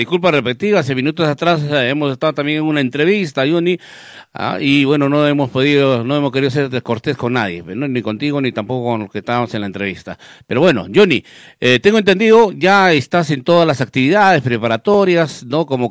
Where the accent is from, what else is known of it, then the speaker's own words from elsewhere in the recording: Peru; ¿no somos peruanos?